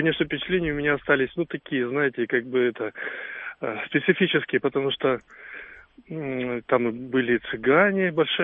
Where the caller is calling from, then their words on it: Khabarovsk, Khabarovsk Krai, Russia; из Хабаровска.